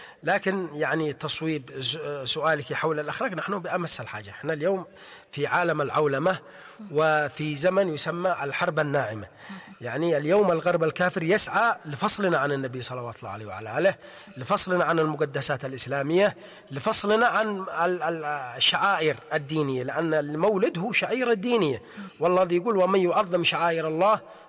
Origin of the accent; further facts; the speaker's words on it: Yemen; نحن كشعب يمني